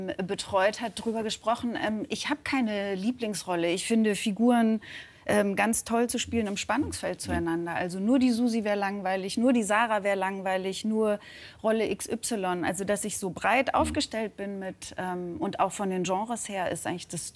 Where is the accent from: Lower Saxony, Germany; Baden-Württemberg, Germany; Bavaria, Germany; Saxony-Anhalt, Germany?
Bavaria, Germany; accent: Bavarian; now in Berlin, Germany; Also ich bin eben nicht in der Stadt groß geworden, sondern in einem Dorf, wo wirklich noch Bayerisch gesprochen wird.